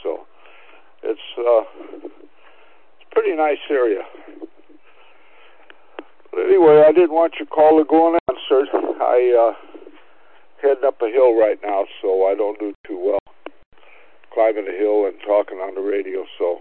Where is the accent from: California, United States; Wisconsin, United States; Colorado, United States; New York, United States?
California, United States; Los Angeles; also born or lived in Culver City; now in North County San Diego, United States; Yeah, we lived in and around Santa Monica. Grew up in Venice, near Sunset and Lincoln Boulevard as a kid, and then got married and moved to Culver City by what is now Marina Del Rey.